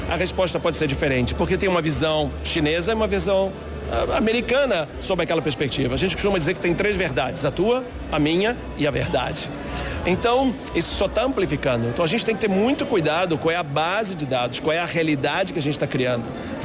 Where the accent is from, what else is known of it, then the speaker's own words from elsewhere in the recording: Rio de Janeiro, Brazil; moved away; Sou do Rio de Janeiro, originalmente.